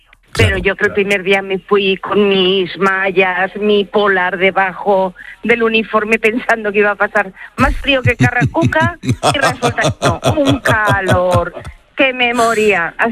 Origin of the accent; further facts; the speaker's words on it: Torrent, Valencian Community, Spain